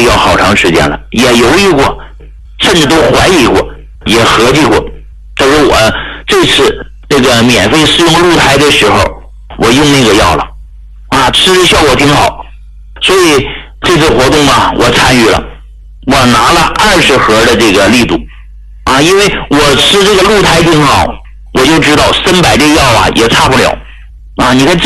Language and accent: Chinese; Hegang, Heilongjiang, China; 我来自黑龙江省鹤岗市啊，一个农村啊，我们家是菜农，我从来没有忘记过我是一个农民的儿子，我是从农村走出来的